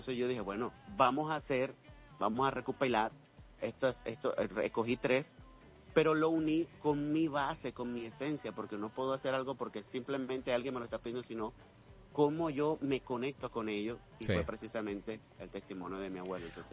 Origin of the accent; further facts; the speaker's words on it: Caribbean Region, Colombia; Ok, soy del Caribe colombiano, pero estudié música tradicional del Caribe colombiano en la Universidad del Atlántico.